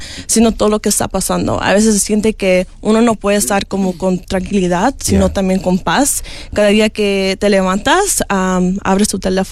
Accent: Los Angeles, California, United States; representando mi comunidad de Sur Central. … uh-huh. Y soy de Sur Central

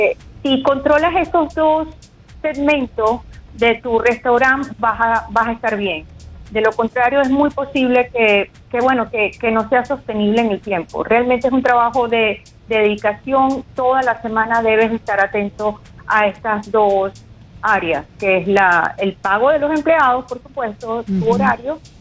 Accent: Venezuela; now in Miami, United States; soy venezolana, soy emprendedora aquí en Miami

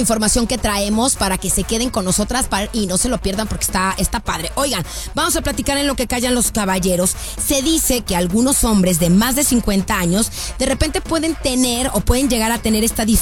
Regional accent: Guadalajara, Jalisco, Mexico; moved away; somos las Tapatías, importadas desde Guadalajara, Jalisco, México

